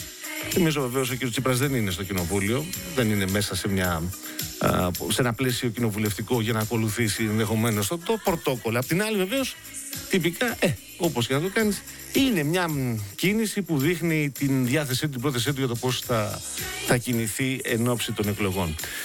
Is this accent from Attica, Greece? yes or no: no; Peloponnese, Greece; Όπως γνωρίζεις, Κασιανή μου, κατάγομαι από την Νότια Πελοπόννησο